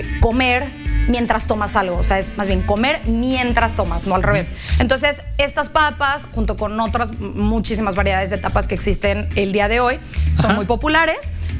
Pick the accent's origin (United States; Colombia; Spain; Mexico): Mexico